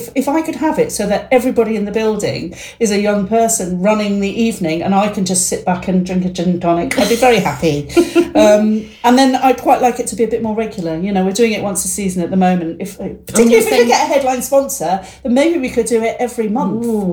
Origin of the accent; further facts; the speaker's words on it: Twickenham, London, United Kingdom; also born or lived in Teddington / Peckham; I'm from here. I was born in Teddington, raised in Twickenham. But I've spent a bit of time away, ended up in Peckham, which I love.